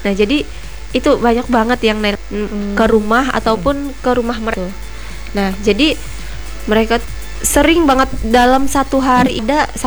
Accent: Parang, Central Kalimantan, Indonesia; Kampung saya juga.

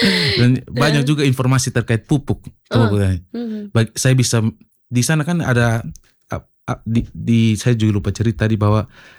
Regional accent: East Nusa Tenggara, Indonesia

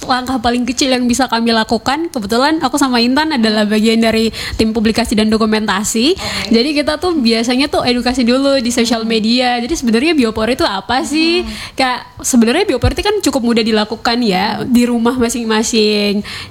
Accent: Kupang, East Nusa Tenggara, Indonesia; sebagai warga Kota Kupang

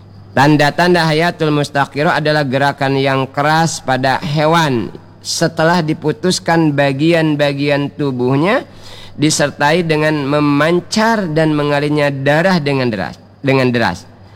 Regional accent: Bangka Belitung Islands, Indonesia; kalau pakai pisau bisa terputus kuteng, kata kita orang Bangka.

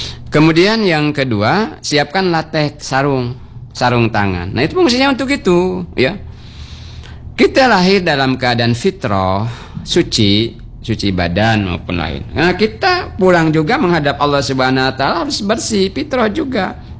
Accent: Bangka Belitung Islands, Indonesia; membasuh bedarup, kata kita orang Bangka ya, lepitan-lepitannya

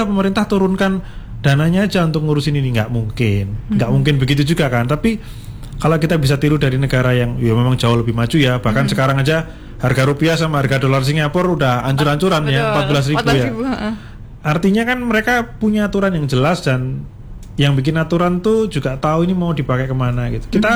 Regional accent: Malang, East Java, Indonesia; born there; saya lahir di Malang dan saya ingin juga berkontribusi tentunya untuk Kota Malang, dan harapannya bisa lebih luas lagi ke Jawa Timur dan di Indonesia.

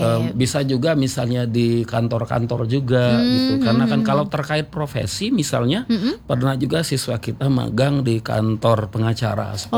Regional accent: Bogor, West Java, Indonesia; kita berasal dari Bogor

